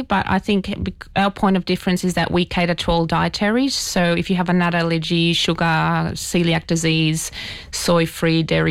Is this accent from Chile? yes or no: yes; Chile; born or raised there; now in Australia